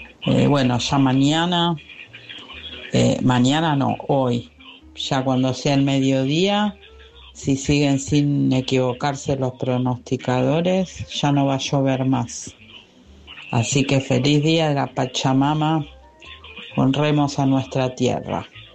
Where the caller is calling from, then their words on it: Villa del Parque, Buenos Aires, Argentina; de Villa del Parque.